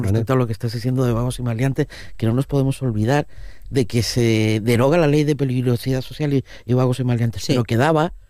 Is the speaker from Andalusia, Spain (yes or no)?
no; Cantabria, Spain; y precisamente lo que decía, como soy cántabro puedo decirlo aquí